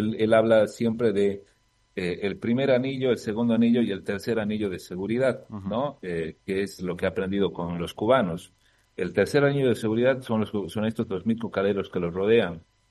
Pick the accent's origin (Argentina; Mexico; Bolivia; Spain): Bolivia; Es muy anormal lo que sucede en mi país, en esa región.